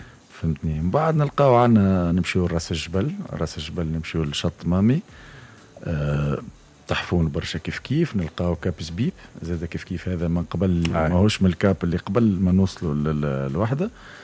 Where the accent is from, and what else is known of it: Tunisia